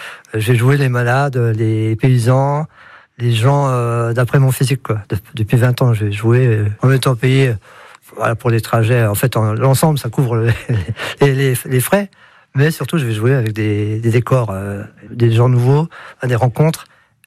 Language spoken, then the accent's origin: French; Montbéliard, Bourgogne-Franche-Comté, France; born there; Je suis né à Montbéliard, avec des allers-retours en Lorraine.